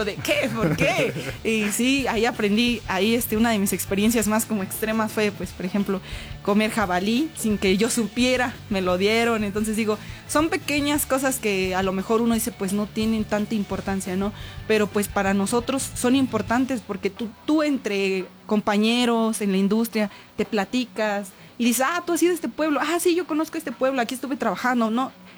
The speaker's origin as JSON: {"language": "Spanish", "town": "Zimapán", "region": "Hidalgo", "country": "Mexico", "said": "Pues porque yo no conozco eso en mi pueblo, ¿no? O en mi pueblo eso no existe. Pues a pesar de que Zimapán es un pueblo muy civilizado, digámoslo así, pues estamos muy arraigados, muy, tenemos ciertas creencias que pues son muy respetadas"}